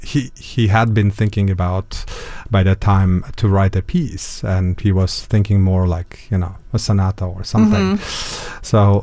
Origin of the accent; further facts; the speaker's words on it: Uzbekistan; first language Uzbek; English is a second language; moved away; I come from Uzbekistan